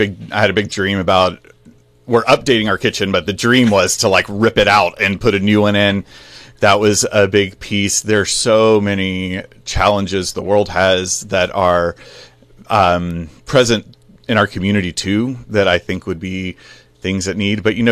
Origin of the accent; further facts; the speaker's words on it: the South, United States; I grew up in the South, although you wouldn't know it unless I'm making fun of you or angry.